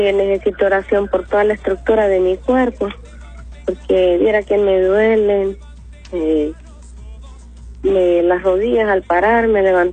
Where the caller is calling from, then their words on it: El Progreso, Yoro, Honduras; de aquí del Progreso.